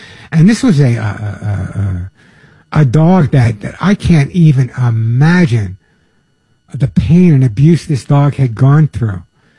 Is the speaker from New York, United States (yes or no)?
yes; New York, United States; accent: New York; Yeah, I know, I'm from New York. I lost my accent, but I still have a little of it.